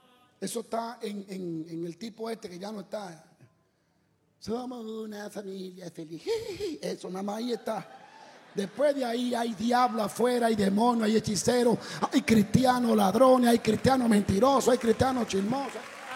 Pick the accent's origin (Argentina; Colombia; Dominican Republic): Dominican Republic; Yo llegaba a El Salvador y me quitaba el reloj. Pop, pop, pop, pop, pop. Yo soy dominicano.